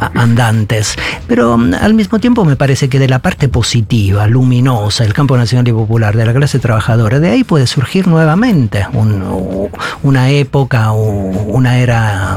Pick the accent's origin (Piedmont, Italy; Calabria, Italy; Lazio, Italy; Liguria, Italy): Calabria, Italy; now in Argentina; Sí, nací en Italia, pero me equivoqué. Hubiera tenido que nacer en Cava, en Buenos Aires.